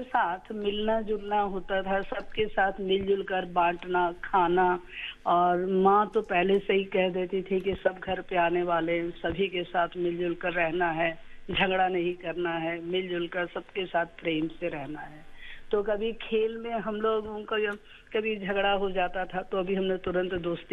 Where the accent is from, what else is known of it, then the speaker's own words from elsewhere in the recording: Bihar, India; और चूंकि मैं बिहार से हूँ, वहाँ लीचियाँ खूब मिलती थी, तो आम और लीचियाँ सब जम कर खाते थे।